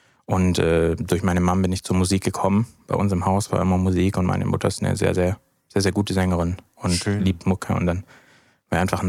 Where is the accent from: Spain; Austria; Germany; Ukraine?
Germany; Ravensburg, Baden-Württemberg; Nee, ist aus Ravensburg, wo ich aufgewachsen bin.